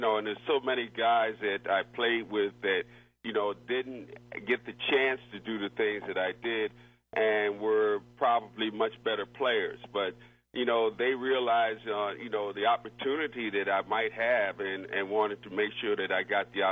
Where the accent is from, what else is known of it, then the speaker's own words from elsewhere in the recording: Philadelphia, Pennsylvania, United States; growing up in Philadelphia